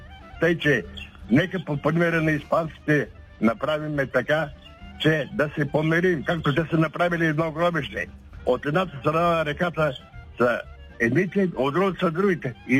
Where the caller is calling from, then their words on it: Sofia, Sofia City, Bulgaria; от София съм.